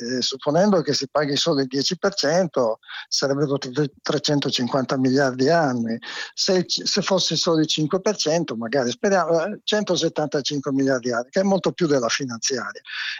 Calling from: Turin, Piedmont, Italy

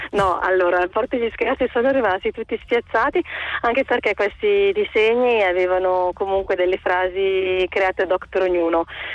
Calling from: Lombardy, Italy; ti chiamo da provincia di Bergamo, sono in macchina

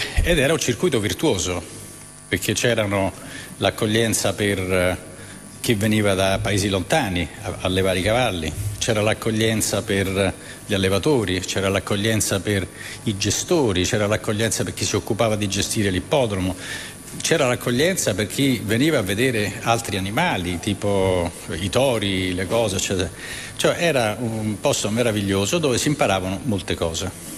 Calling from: Naples, Campania, Italy; ma sono napoletano anch'io

